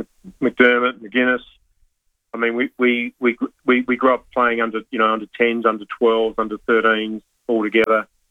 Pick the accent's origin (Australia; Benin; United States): Australia; Parkholme, South Australia; I grew up back in the Glenelg area, so... lived in Parkholme, went to Ascot Park Primary School.